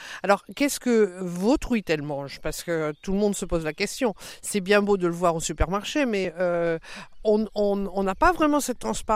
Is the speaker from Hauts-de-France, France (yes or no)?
yes; Hauts-de-France, France; Parce que moi je viens du Nord, hein, les binges.